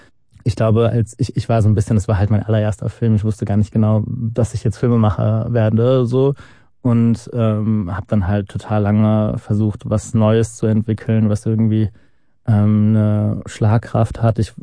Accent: Germany; zweiten und dritten Generationen, die hier eben als Deutsche mit Migrationserfahrungen aufwachsen und so, also so wie ich

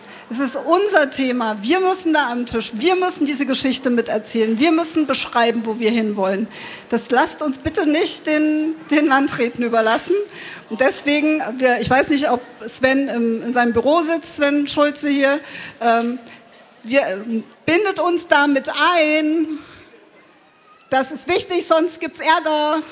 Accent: Thuringia, Germany; Ich komme nicht aus der Region und ich kenne sie aber ein ganzes Stück. Ich komme aus dem thüringischen Vogtland.

